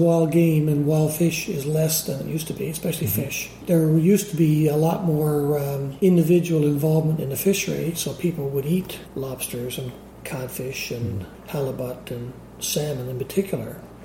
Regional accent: Lewisporte, Newfoundland and Labrador, Canada; I grew up in Lewisport, and as a child, because my mom was from Winnipeg, she was a home economist.

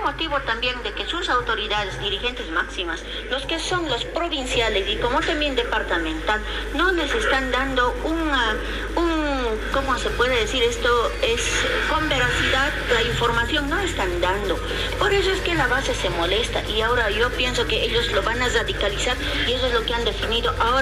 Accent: Bolivia; porque somos bolivianos

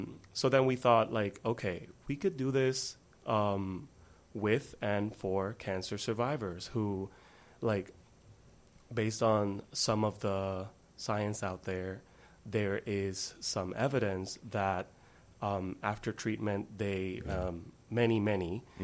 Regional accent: Puerto Rico; moved away as an adult; now in Rochester, United States; I'm originally from Puerto Rico. Have been living in Rochester for approximately 3 years now

